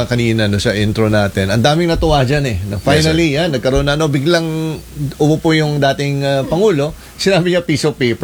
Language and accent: Tagalog; Cagayan Valley, Philippines; tiga Batanes ako